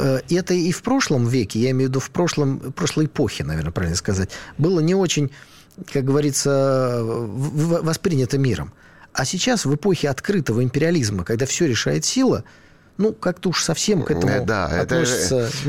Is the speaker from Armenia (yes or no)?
yes; Armenia; это он, ну, мы, армяне, да, находится в очень сложном и плохом географическом положении